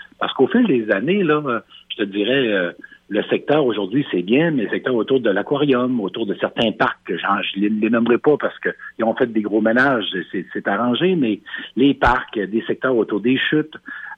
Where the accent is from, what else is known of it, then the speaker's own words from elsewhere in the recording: Quebec, Canada; moved away as an adult; Moi, je venais de la Beauce